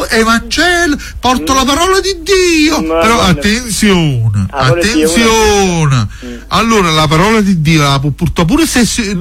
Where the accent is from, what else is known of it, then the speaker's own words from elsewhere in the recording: Torre del Greco, Campania, Italy; born there; sono nato a Torre del Greco.